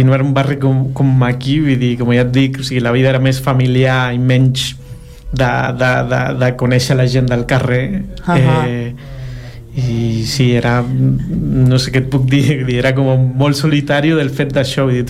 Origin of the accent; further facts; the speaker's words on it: San Salvador, El Salvador; moved away; jo vaig néixer a El Salvador en un context de postguerra. Vaig viure la meva infància en aquest context.